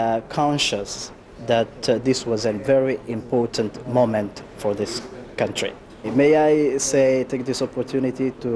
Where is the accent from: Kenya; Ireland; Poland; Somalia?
Somalia; I'm from Somalia.